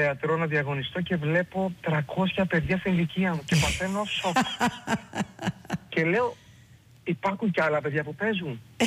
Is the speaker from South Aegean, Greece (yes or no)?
yes; Patmos, South Aegean, Greece; moved away as an adult; εγώ μεγάλωσα στην Πάτμου και έφυγα για σπουδές 19 χρονών.